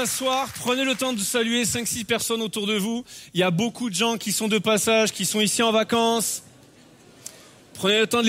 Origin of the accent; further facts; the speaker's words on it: Bordeaux, Nouvelle-Aquitaine, France; je suis bordelais.